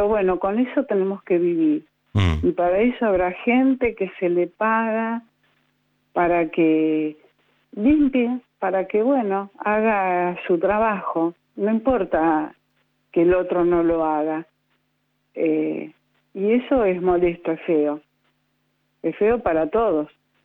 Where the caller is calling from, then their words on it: Buenos Aires, Argentina; De Villa del Parque.